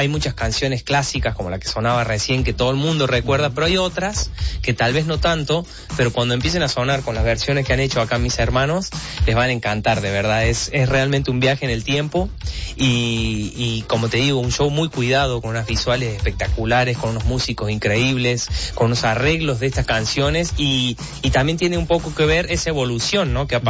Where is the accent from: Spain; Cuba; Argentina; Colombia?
Argentina; now in Mexico; yo soy de Argentina